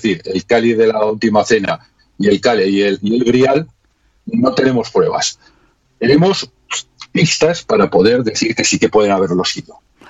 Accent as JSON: {"language": "Spanish", "town": "Valladolid", "region": "Castile and León", "country": "Spain", "said": "yo soy vallisoletano"}